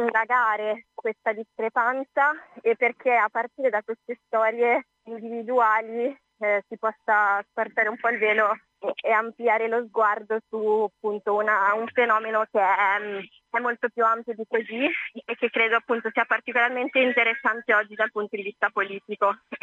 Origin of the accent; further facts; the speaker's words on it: Bologna, Emilia-Romagna, Italy; a me interessa molto il tema della memoria storica, sono laureata in storia contemporanea, sono bolognese